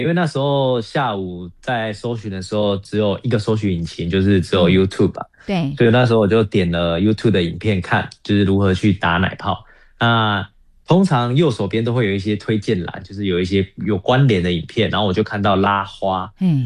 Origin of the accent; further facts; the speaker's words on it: Pingtung County, Taiwan; 那因为我其实不是花莲人，我是屏东人。那屏东离花莲其实有一段距离，